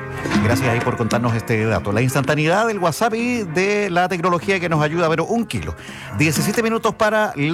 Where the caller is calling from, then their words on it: Cunco, Araucanía, Chile; Soy de Cunco, novena región. Siempre los escucho.